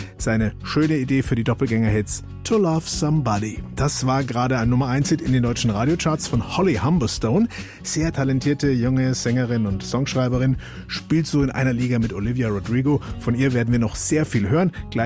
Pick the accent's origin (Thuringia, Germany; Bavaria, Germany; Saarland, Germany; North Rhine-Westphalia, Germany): Bavaria, Germany; Bayreuth; Heute zum Beispiel Andreas aus meiner Heimatstadt Bayreuth.